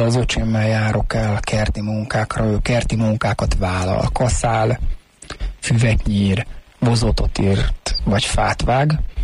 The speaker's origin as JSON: {"language": "Hungarian", "country": "Hungary", "tie": "born or raised there", "said": "Aztán így nőttem föl. Ők ketten vallásosak voltak, de nem annyira már valószínűleg, mint az ő korukban az ő öregeik. És aztán a szüleim pedig már nem voltak vallásgyakorló emberek. Ez a gulyás kommunizmus idején nagyon nagy teret hódított itt Magyarországon"}